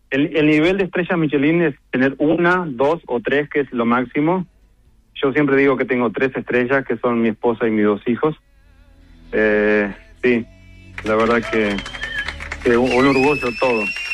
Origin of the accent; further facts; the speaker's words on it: Uruguay; now in Utah, United States; Soy el tercer uruguayo.